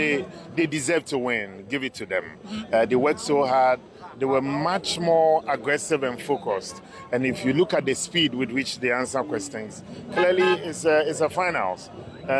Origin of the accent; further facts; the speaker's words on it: Accra, Greater Accra, Ghana; but I'm from the Accra Accra.